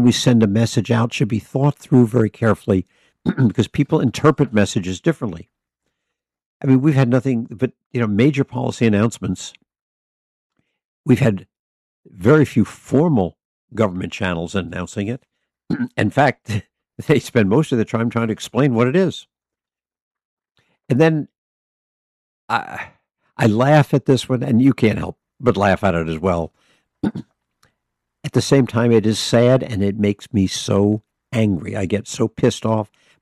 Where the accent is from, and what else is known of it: United States